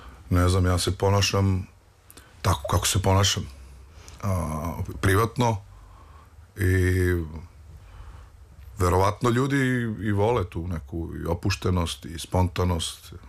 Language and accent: Serbian; Zaječar, Zaječar District, Serbia; Ja sam od uvek iz Zaječara dolazim i slušao sam neku drugu vrstu muzike, slušao sam rock pre svega, odrastao sam u gradu rock'n'rolla, gitarijada i tako dalje